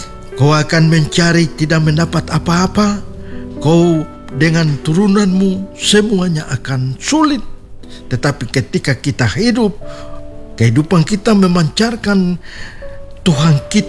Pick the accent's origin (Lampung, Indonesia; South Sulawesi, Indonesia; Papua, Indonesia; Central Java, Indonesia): Papua, Indonesia; kita orang Papua